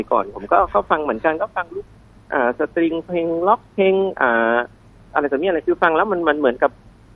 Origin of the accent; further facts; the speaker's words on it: Nong Suea, Pathum Thani, Thailand; born there; ใช่ครับเกิดที่นั่นเลยแต่ว่าพ่อแม่มาจากอุบลครับ